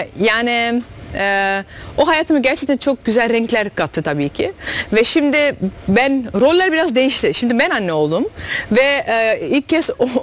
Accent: Netherlands; born there; Turkish is a second language; also born or lived in Turkey; Benim annem 7 yaşındayken Hollanda'ya geldi.

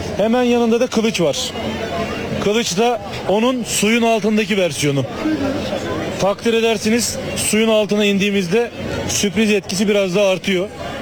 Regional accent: Gölcük, Kocaeli, Turkey; Hani buranın bir evladıyım ben. Gölcük'te doğup büyüdüm.

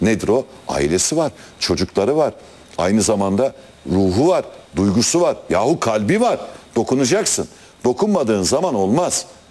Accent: Torul, Gümüşhane, Turkey; Gümüşhane Torulluyum. Torul bana zaten 40 dakika.

